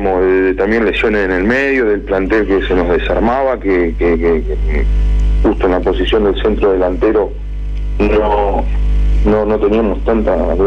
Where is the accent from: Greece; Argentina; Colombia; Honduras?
Argentina; Federación, Entre Ríos; Te vuelvo a repetir, yo de donde vengo, en Federación estoy acostumbrado a esto, a tener solamente cuatro por año, a hacernos fuerte con los locales